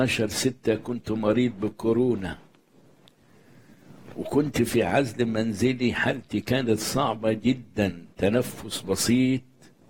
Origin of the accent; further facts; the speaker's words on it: Egypt; وهنشوف المجد، وهنشوف المجد في بلدنا مصر وفي كنيستنا